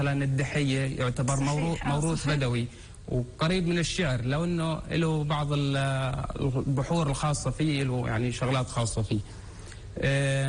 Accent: Palestine; accent: Bedouin dialect; إحنا كشعب فلسطيني خاصة الشريحة البدوية

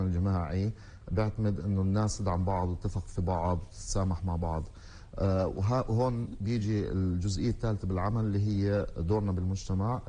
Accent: Palestine; وإحنا الفلسطينيين عايشين على الأمل

